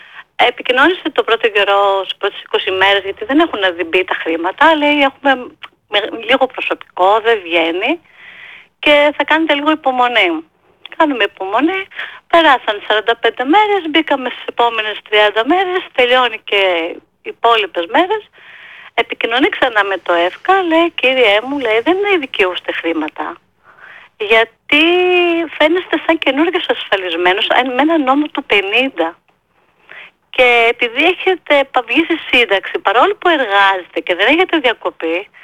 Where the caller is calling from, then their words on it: Attica, Greece; από Αττική.